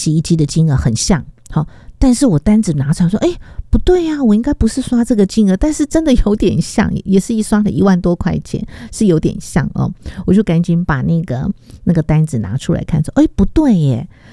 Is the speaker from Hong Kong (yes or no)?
no; Taiwan